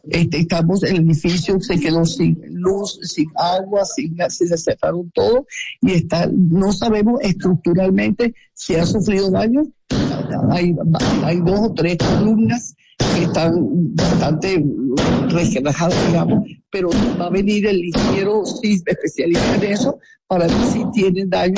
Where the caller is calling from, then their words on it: Caracas, Capital District, Venezuela; Yo estoy en el este de Caracas, en Santa Dubigis, que es colinda con Los Palos Grandes.